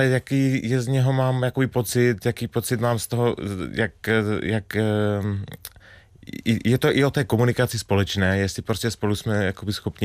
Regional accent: Strážnice, South Moravian Region, Czechia; Ten zmiňovaný třeba Lukáš Příkazský, tak ten je taky ze Strážnice, odkud pocházím, takže vlastně jsme už spolu v dětství nebo v dospívání natáčeli nějaké krátké filmy

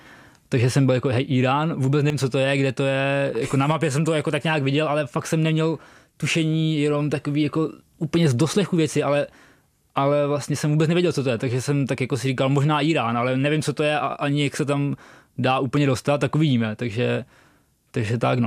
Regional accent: Chotěboř, Vysočina Region, Czechia; born or raised there

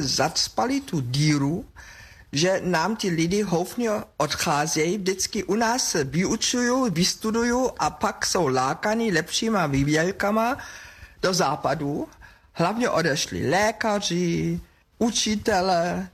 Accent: Germany; Czech is a second language; moved away as an adult; now in Prague, Czech Republic; Musím říct, nikdy mě nedal nikdo najevo, že jsem Němka.

